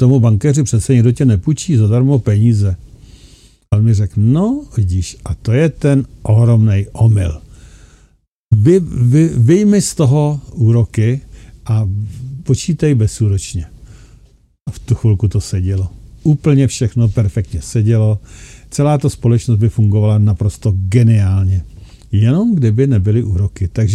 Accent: Plzeň, Plzeň Region, Czechia; říká, že odkud jsem, já jsem říkal z Plzně, on je z Prahy

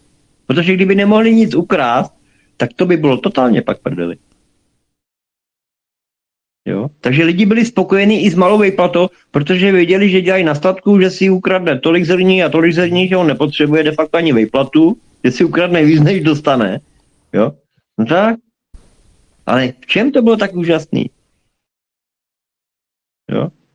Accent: Slovakia; já jako hrdej Slovák

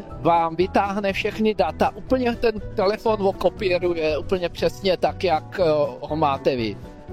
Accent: Moravia, Czechia; accent: Moravian; Slyšíte, že mám moravský dialekt, ale žiju v jižních Čechách, v Novohradských horách.

